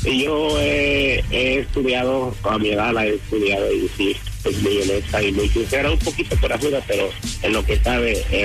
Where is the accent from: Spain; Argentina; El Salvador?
El Salvador; No, soy salvadoreño.